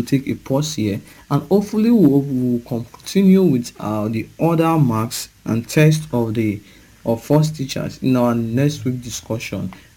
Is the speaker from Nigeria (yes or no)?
yes; Okada, Edo, Nigeria; from Okada Town, Edo State, Nigeria